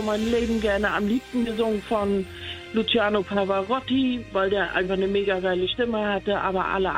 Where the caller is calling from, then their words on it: Germany; Ich komme aus Neu-Dechto. Das liegt in Mekong, fast direkt an der Ostsee.